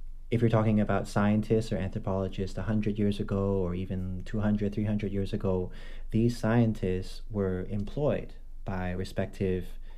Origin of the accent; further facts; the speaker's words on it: Hong Kong; also born or lived in United Kingdom; I come to the country from Hong Kong, where I was born and where I was raised. I'm a Filipino-Chinese guy. My dad is Filipino and my mom is Chinese.